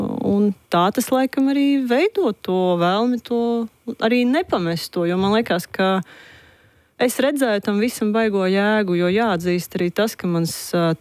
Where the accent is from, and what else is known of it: Riga, Latvia; born or raised there